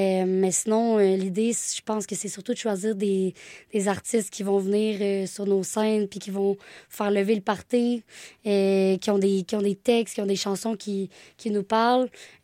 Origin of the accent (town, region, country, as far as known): Quebec, Canada